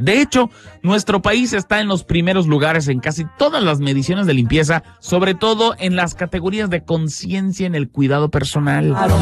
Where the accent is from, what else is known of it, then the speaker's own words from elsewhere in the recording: Mexico; nosotros los mexicanos siempre nos pensamos en lo peor